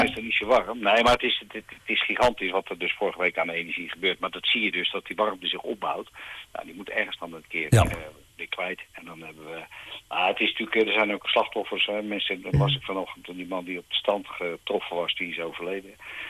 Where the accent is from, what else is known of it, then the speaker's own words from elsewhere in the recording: Westland, South Holland, Netherlands; Ik kom uit Westland